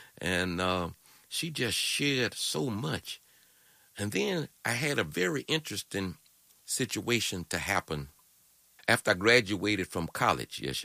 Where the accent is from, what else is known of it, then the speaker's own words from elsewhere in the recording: Prairie View, Texas, United States; when I was growing up in Prairie View, Texas.